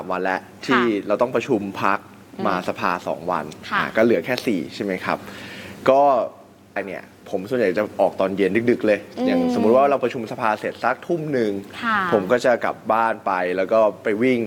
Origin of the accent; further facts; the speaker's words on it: Bang Khun Thian, Bangkok, Thailand; ใช่ก็คือเกิดและโตที่บางขุนเทียนเลยครับตอนเกิดเนี่ยอาจจะมาอยู่ที่บ้านอาม่าซึ่งก็อยู่ตรงเพชรบุรีตัดใหม